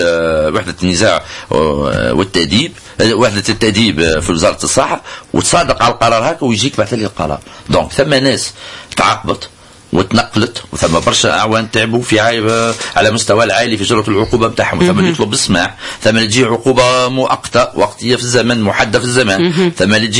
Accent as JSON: {"language": "Arabic", "town": "Tataouine", "region": "Tataouine Governorate", "country": "Tunisia", "tie": "born or raised there", "said": "وكي نصغرها أكثر شوي احنا أولاد تطاويل ونخدموا في أهل تطاويل وعايشين في تطاويل"}